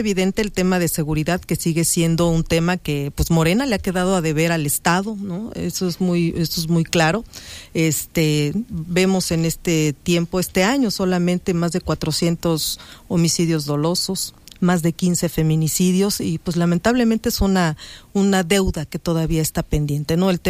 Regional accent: Cuautla, Morelos, Mexico; moved away as an adult; now in Cuernavaca, Mexico; yo soy originaria de Cuautla, tengo una residencia de más de 20 años en Cuernavaca

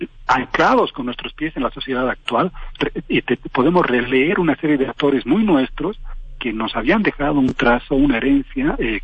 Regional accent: Mexico

